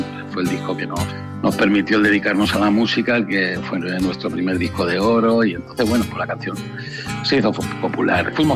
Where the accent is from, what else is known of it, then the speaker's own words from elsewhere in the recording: Navarre, Spain; born there; also born or lived in Andalusia; yo he crecido siendo navarro de nacimiento y andaluz de formación. O sea, yo mi carácter es andaluz